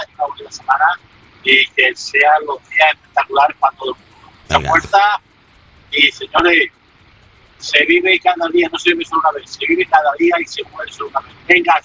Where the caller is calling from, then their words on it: England, United Kingdom; Vivo en Inglaterra. Vivo a unos 50, unos 40, 50 minutos del centro de Londres.